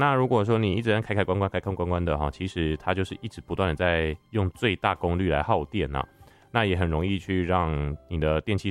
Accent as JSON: {"language": "Chinese", "country": "Taiwan", "said": "那我们台湾人呢，虽然已经习惯了哈"}